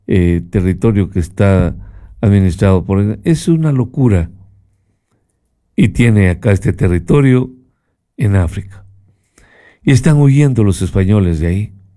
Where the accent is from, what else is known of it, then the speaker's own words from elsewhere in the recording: Ecuador; Nosotros los ecuatorianos